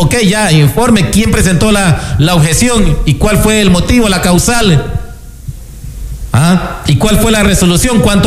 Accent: Ecuador; el Estado ecuatoriano somos todos los ecuatorianos

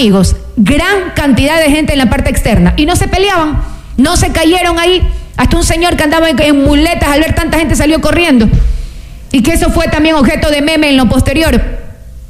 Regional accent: Santa Elena, Ecuador; Así somos los ecuatorianos, somos los peninsulares.

